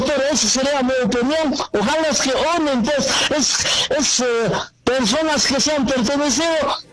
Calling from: Peru; estoy llamándome desde la provincia de Moco

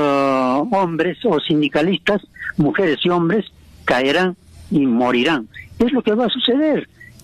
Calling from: Peru; aquí, en el Perú

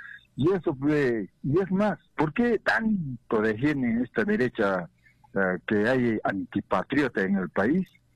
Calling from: Juliaca, Puno, Peru; De acá de Juliaca.

